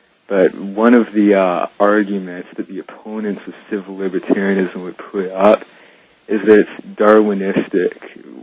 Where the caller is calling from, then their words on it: Peterborough, Ontario, Canada; I'm calling from Peterborough, which is in Ontario, just sort of near Toronto there.